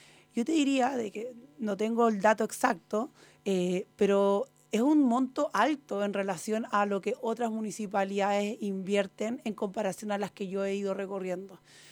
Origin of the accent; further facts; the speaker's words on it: San Felipe, Valparaíso, Chile; Yo vengo de San Felipe, te diría de más adentro de Tierras Blancas